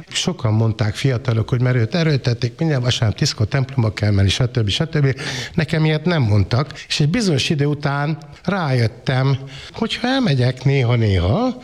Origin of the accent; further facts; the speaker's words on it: Partium, Romania; moved away; a gyerekkoromban, Párciumban, mind a két nagyszülő családban reformátusok voltak.